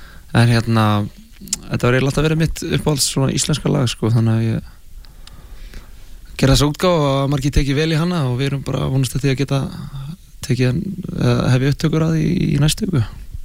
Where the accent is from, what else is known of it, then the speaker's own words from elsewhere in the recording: Mosfellsbær, Capital Region, Iceland; Við erum einmitt allir úr Mosfellsbænum.